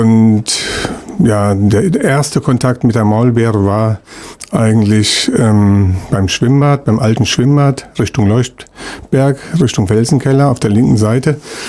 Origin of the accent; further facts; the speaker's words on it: Oberdünsebach, Hesse, Germany; Und so war das auch hier bei uns hier im Werra-Meißner-Kreis und auch bei mir in Oberdünsebach, wo ich herkomme.